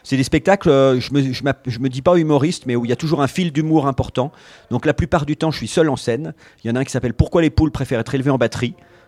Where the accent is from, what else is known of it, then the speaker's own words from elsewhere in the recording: Poitiers, Nouvelle-Aquitaine, France; moi je suis de Poitiers.